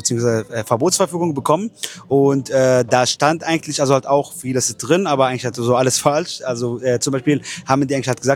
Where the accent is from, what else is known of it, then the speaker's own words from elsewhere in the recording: Palestine; weil die Palästinenser, beziehungsweise ich auch als Palästinenser, haben das Recht eigentlich auf Rückkehr nach Palästina.